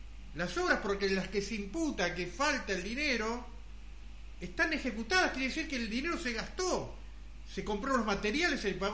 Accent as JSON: {"language": "Spanish", "region": "Buenos Aires", "country": "Argentina", "tie": "born there", "moved": "yes", "said": "Buenos Aires, aunque usted no lo crea, pero es mi mundo, ¿sí? Ahí nací, en Buenos Aires."}